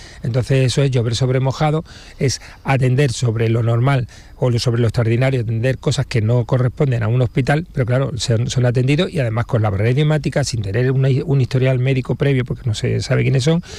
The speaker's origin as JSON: {"language": "Spanish", "country": "Spain", "said": "que también tenemos derecho como españoles a vivir en unas condiciones como pueda ser la persona de Algeciras que has comentado antes"}